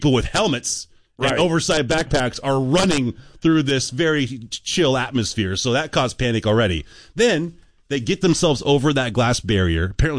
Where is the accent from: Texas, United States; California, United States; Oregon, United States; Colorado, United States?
Oregon, United States; Portland; I'm not a big fan of the city of Seattle because I grew up in Portland and they're kind of rival cities.